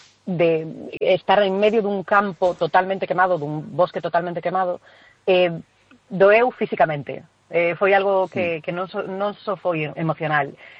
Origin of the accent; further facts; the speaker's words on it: Galicia, Spain; A xente que somos daqui de Galicia sabemos que esos son paraxes galegos, o sea, lo sabemos de sobra.